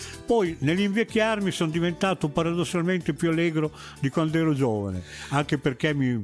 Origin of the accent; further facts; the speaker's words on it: Emilia-Romagna, Italy; Sì, perché proprio io lo spirito romagnolo non lo dimentico, perché sono un romagnolo, vero, a tutto tondo, e si sente anche dall'est, mi sembra.